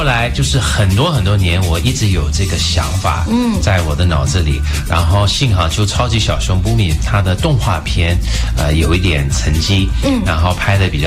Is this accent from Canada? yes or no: yes; Canada; Chinese is a second language; 但是你也知道，小孩子在加拿大长大的时候，他可能没有那么多机会自己用，或者他会比较喜欢用英文、英语跟他朋友沟通